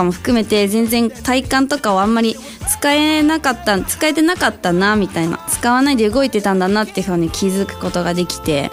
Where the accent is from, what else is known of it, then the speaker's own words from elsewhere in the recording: Nagano, Japan; で地元の長野だったんですけど、まあ、そこでダンスでこう食べていくって言ったら